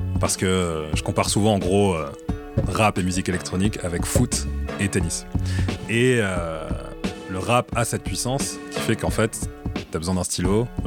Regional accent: France; en tant que Français

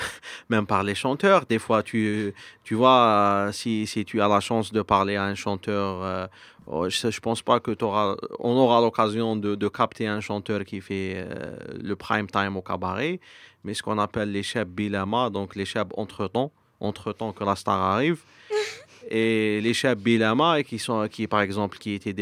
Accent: Algiers, Algiers Province, Algeria; parce que moi, je viens d'une famille qui n'écoute pas Rai. Hein. J'ai grandi à Alger, je suis né à Alger, et on n'écoute pas Rai à la maison.

